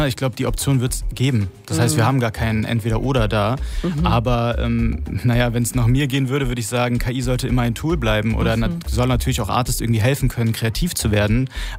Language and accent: German; Berlin, Germany; Wir kommen ja ursprünglich hier aus Berlin, deswegen aus der Techno-Hauptstadt.